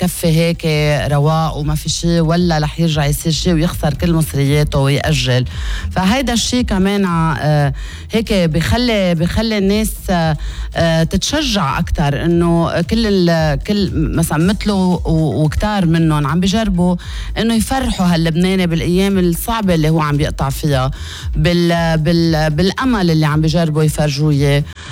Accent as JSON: {"language": "Arabic", "country": "Lebanon", "said": "نحن اللبنانية"}